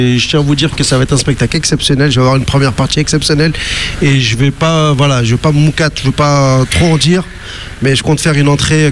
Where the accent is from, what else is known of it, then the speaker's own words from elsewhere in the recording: Réunion, France; Mais la moi, c'est pour ça que je suis réunionnais, parce que j'aime la mouquette, moi.